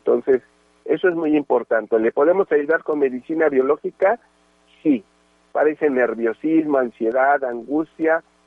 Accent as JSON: {"language": "Spanish", "town": "Tláhuac", "region": "Mexico City", "country": "Mexico", "said": "¿Qué puedo hacer? Soy de Tláhuac."}